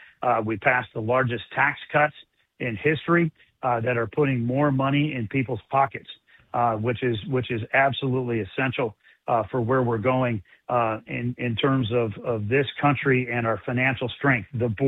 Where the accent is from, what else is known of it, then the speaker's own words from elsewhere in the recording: Blowing Rock, North Carolina, United States; I grew up in Blowing Rock, you know, right up the Blue Ridge Parkway, and 534 people when I grew up. It was a tiny little town. We had one stoplight and a Hardee's.